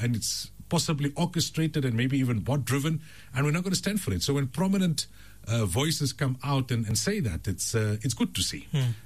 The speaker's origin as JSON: {"language": "English", "country": "South Africa", "said": "I'm not a criminal, but I'm a South African."}